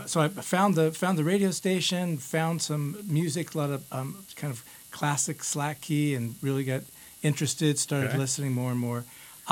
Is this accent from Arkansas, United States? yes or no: no; Hayward, California, United States; I grew up in the East Bay, so okay, Hayward, Castro Valley, places like that.